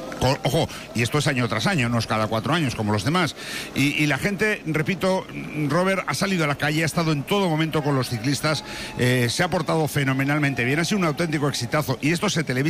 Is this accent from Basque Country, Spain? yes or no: yes; Bilbao, Basque Country, Spain; pues en este caso yo voy a hablar de mi tierra, ¿no? En Bilbao, que fue un auténtico escándalo.